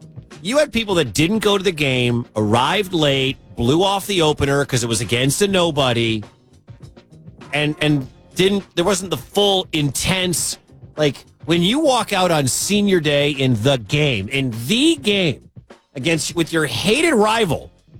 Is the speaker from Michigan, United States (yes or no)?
yes; Detroit, Michigan, United States; I don't like Ohio State because I'm from Detroit.